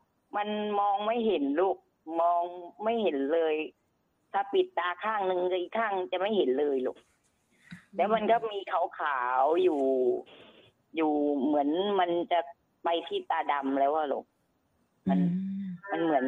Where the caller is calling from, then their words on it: Bangkok, Thailand; ป้าอยู่ที่กรุงเทพนี่แหละลูก